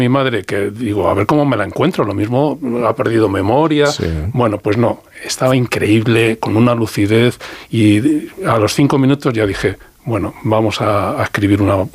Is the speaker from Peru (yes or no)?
no; Madrid, Community of Madrid, Spain; born there; se vinieron al día siguiente de casarse a Madrid, al barrio de Usera, que es donde yo nací, muy orgulloso de nacer allí en Usera.